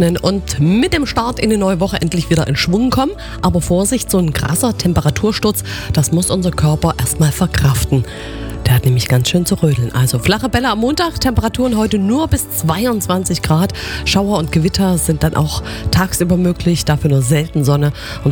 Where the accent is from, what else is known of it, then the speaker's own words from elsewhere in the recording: East Germany, Germany; ich bin und ja auch nicht im Westen groß geworden. Ich bin ja Ossi-Kind.